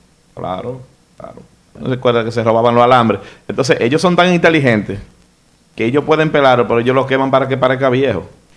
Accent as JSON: {"language": "Spanish", "country": "Dominican Republic", "said": "yo soy de Villa Progreso."}